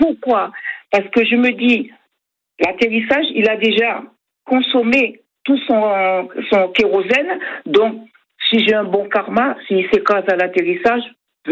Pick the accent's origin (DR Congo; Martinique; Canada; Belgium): Martinique; now in France; Et je suis donc de la Martinique et je prends assez souvent l'avion pour aller voir la famille.